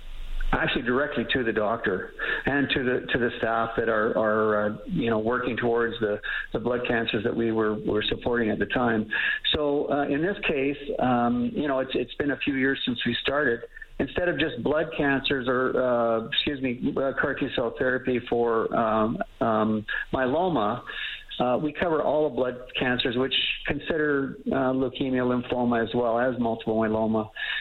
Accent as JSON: {"language": "English", "town": "Banff", "region": "Alberta", "country": "Canada", "tie": "born or raised there", "said": "I grew up in Alberta in a small town, Banff, Alberta, and I was like, any young kid growing up in the 60s"}